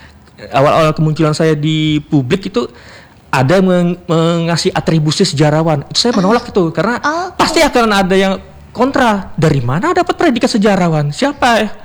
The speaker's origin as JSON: {"language": "Indonesian", "town": "Samarinda", "region": "East Kalimantan", "country": "Indonesia", "tie": "born or raised there", "moved": "as an adult", "said": "ketika saya bekerja di luar Kaltim, nah itu ada perasaan kangen sama kampung halaman"}